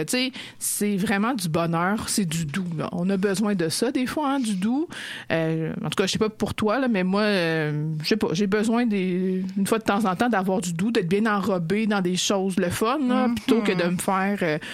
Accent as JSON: {"language": "French", "town": "Montreal", "region": "Quebec", "country": "Canada", "said": "je viens de Montréal"}